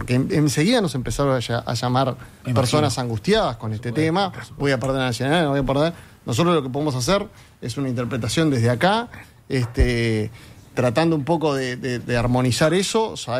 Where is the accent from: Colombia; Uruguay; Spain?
Uruguay; born there; Yo soy español, pero en realidad nací acá, soy un abogado uruguayo.